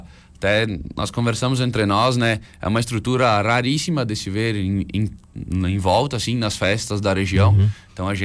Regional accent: Coronel Pilar, Rio Grande do Sul, Brazil; sou de Coronel Pilar.

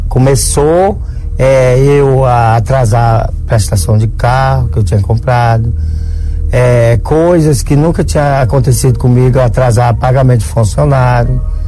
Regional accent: Castelo do Piauí, Piauí, Brazil; Aí eu peguei o ônibus lá na minha cidade, em Castelo, no Piauí, e vim diretamente aqui para o Templo de Salomão.

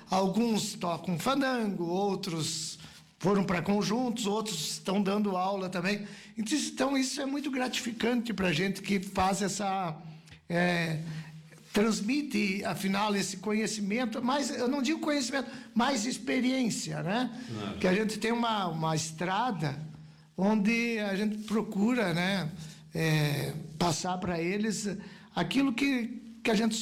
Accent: Mormaço, Rio Grande do Sul, Brazil; Eu sou natural do Mormaço, então nós morávamos lá. E assim que o pai resolveu de vir para a cidade, vendeu as terras que ele tinha lá.

